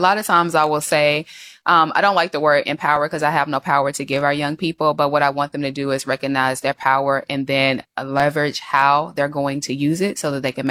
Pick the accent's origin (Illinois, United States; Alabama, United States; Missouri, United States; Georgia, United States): Alabama, United States; born there; I was born in Alabama. Love it.